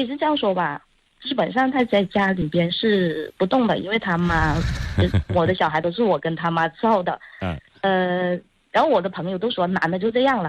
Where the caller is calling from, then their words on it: Guangxi, China; 我是广西的